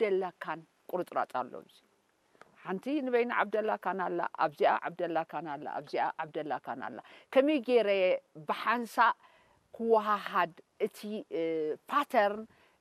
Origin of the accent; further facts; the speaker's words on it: Asmara, Maekel, Eritrea; also born or lived in Geza Kenisha, Asmara; now in Germany; ኣብ ገዛ ኸንሻ ተወሊደ ኣብ ገዛ ማንዳ ዓብየ ብትሽዑ ዝነበረ ኩነታት ብ77 ብሱዳን ገይረ ብካልእ ዓዲ ኮለል ኢለ ንዴንማርክ